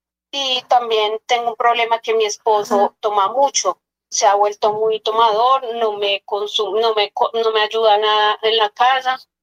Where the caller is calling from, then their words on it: Bogotá, Colombia; Lo estoy llamando de la ciudad de Bogotá, del barrio Quiroga.